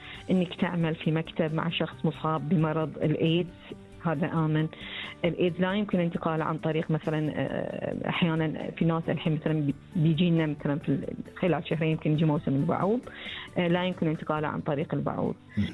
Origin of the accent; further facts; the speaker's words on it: Bahrain; إجراء الفحص يتم عندنا في البحرين